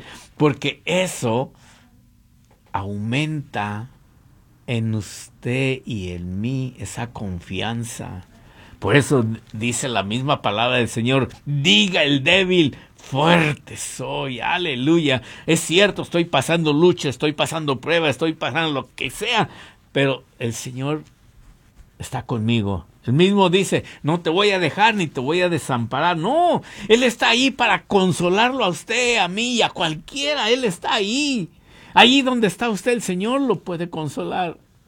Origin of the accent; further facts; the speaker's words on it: Mexico; moved away; cuando estaba allá en México, en mi país